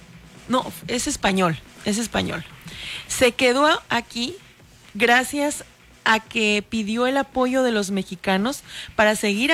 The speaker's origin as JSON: {"language": "Spanish", "country": "Mexico", "said": "Así es, así somos los mexicanos, ¿no?"}